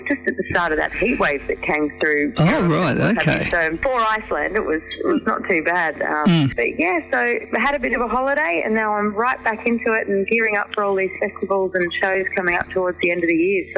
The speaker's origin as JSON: {"language": "English", "town": "Wamboin", "region": "New South Wales", "country": "Australia", "tie": "born or raised there", "said": "And then I moved out to Womboyne. And so I grew up in Womboyne and worked in Bungendore supermarket, the old supermarket that used to be there."}